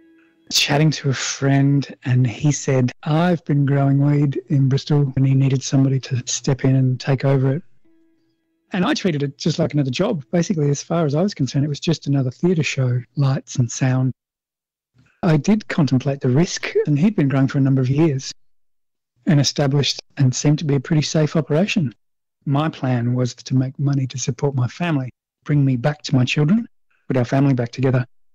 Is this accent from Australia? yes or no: yes; Wagin, Western Australia, Australia; also born or lived in London; now in United Kingdom; I'm a Wadjala from Wagin in Western Australia, UK prison number A1309CG.